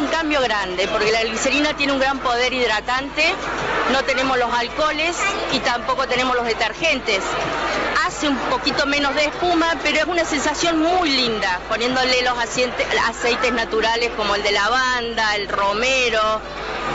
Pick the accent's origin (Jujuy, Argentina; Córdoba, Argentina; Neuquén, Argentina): Córdoba, Argentina; La Tordilla